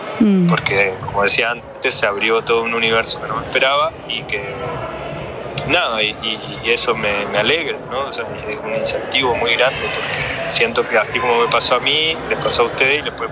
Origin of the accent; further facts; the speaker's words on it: Asunción, Paraguay; born there; also born or lived in Santa Ana; una familia que venía en parte de Paraguay y mi abuela, por ejemplo, hablaba guaraní. Yo he pasado mucho tiempo de mi infancia en Asunción, crecí en cerca de Santa Ana, y en mi entorno se hablaba el guaraní